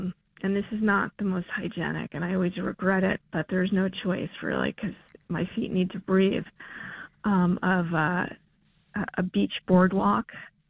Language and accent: English; New York City, New York, United States; Anyway, as a native New Yorker growing up here in the city